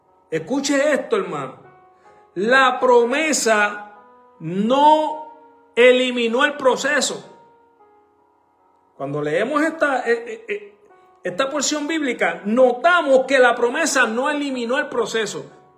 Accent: Puerto Rico; moved away; Me acuerdo cuando llegué de Puerto Rico, muy joven, aquí, yo me casé muy joven, claro, muy jovencito.

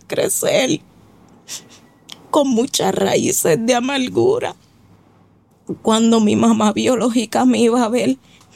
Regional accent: Trujillo Alto, Puerto Rico; also born or lived in Carolina; now in Canóvanas, Puerto Rico; Okay, pues nací en Carolina, me crié en Trujillo Alto, entonces ahora pues actualmente vivo en Canóvana

